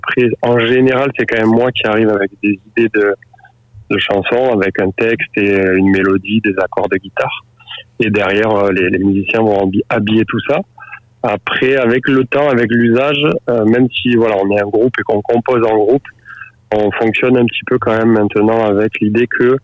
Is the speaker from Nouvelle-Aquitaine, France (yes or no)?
yes; Nouvelle-Aquitaine, France; On est originaire du sud-ouest de la France. Moi, par exemple, je suis dans les Pyrénées-Atlantiques.